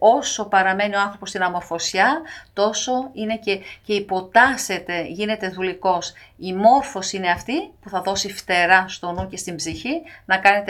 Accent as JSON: {"language": "Greek", "country": "Greece", "tie": "born or raised there", "also_born_or_lived": "Pontus", "said": "στην Ελλάδα μάθαμε γράμματα. Στον Πόντο γεννηθήκαμε, αλλά εδώ στην Ελλάδα θα"}